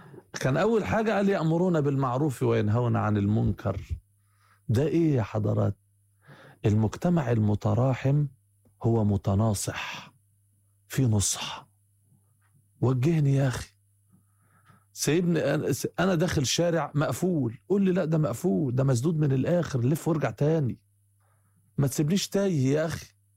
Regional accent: Egypt; أنا مصري وإنت مصري وأبويا مصري وأبوك مصري، مصريين الحمد لله.

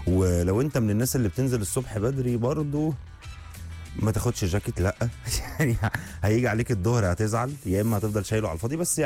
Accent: Egypt; النهارده هنتكلم في حاجه مهمه جدا، وهي حاجة مهمة لينا كلنا كمصريين.

